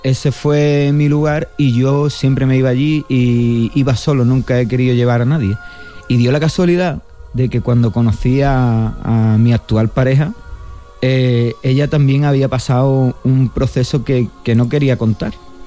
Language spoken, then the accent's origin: Spanish; Palos de la Frontera, Andalusia, Spain; me iba, fíjate tú, qué curioso, de mi pueblo a Matalascaña.